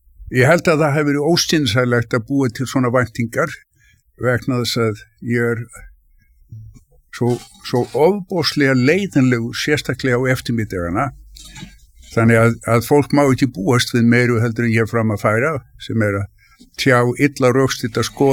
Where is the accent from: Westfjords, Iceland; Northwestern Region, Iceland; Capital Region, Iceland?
Capital Region, Iceland; Reykjavík; born or raised there